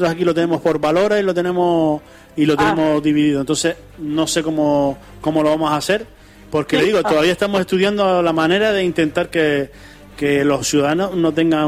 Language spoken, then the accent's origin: Spanish; Ingenio, Canary Islands, Spain; Yo soy de Ingenio, nosotros somos de Ingenio.